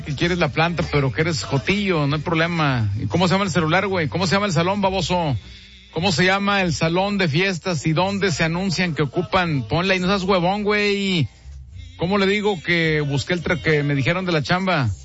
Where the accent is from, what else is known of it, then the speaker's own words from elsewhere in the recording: Torreón, Coahuila, Mexico; yo no soy de aquí, yo vengo de fuera, soy de Torreón, nomás que pues voy llegando aquí a la ciudad y pues yo allá era animador en Torreón